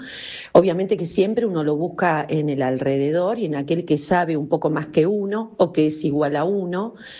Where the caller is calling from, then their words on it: Buenos Aires, Argentina; de Parque Avellaneda.